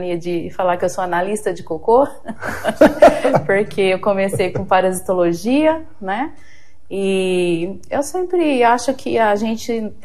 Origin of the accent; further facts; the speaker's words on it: Uberlândia, Minas Gerais, Brazil; Eu sou mineira, de Uberlândia, Minas Gerais.